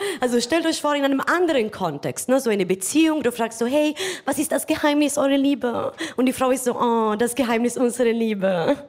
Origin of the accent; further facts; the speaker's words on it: Italy; German is a second language; now in Munich, Germany; Ich komme aus Italien, aber ich wohne seit 6 Jahren in München.